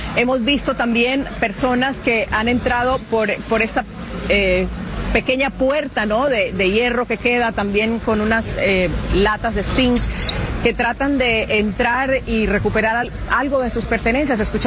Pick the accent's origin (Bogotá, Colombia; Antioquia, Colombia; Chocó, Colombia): Chocó, Colombia; Quibdó; años yo no visitaba mi tierra, y tener que llegar y encontrar tanto dolor, tanta destrucción, tanta desolación, ha sido un choque bastante fuerte para mí. Quiero mostrarles, nos encontramos en el barrio Medrano de Quibdó.